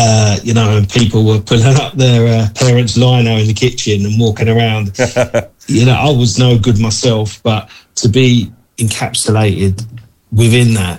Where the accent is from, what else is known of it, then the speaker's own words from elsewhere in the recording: Colchester, East of England, United Kingdom; Yeah. In Colchester. I was born in Colchester in Essex.